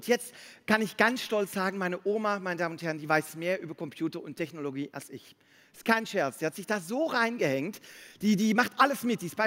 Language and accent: German; Belgium; now in Germany; natürlich wie in Deutschland trinken auch Belgier manchmal was gerne.